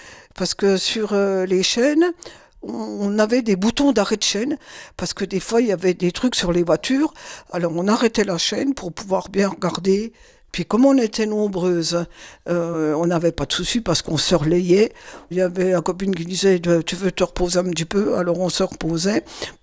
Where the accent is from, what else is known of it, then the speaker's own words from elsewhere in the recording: Audincourt, Bourgogne-Franche-Comté, France; also born or lived in Valentigney; je suis née à Valentigné, à côté d'Audincourt. On habitait avec mes frères et mes parents au centre-ville d'Audincourt. Et puis, on habitait dans un grenier. En 1957, on est arrivé dans un immeuble de 4 étages